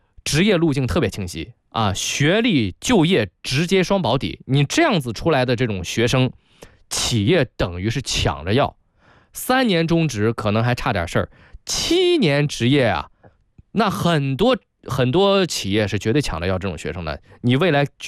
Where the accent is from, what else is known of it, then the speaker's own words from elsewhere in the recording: Shandong, China; accent: Shandong; 你找一山东人过来仔细一听就知道我是山东人啊，就是在山东长大的，有山东方言啊，有山东的口音。